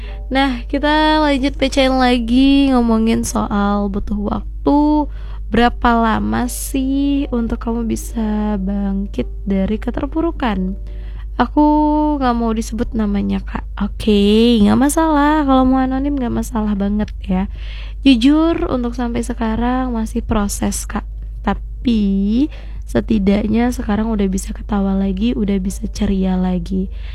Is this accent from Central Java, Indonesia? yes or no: no; Tanjung Pinang, Riau Islands, Indonesia; Di kota aku ini nih, kota Tanjung Pinang ini nih, ada nih kisah begini.